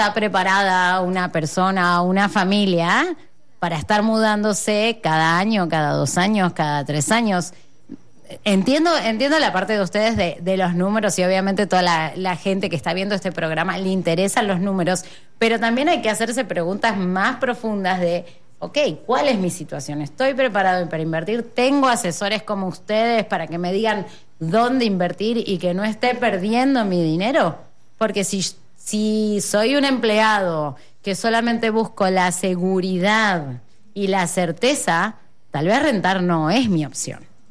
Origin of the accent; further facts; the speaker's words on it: Argentina; moved away as an adult; now in Mexico; el caso de donde vengo, de Argentina